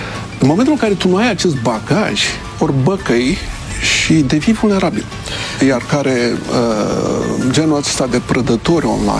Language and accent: Romanian; Romania; toată lumea știe că sunt român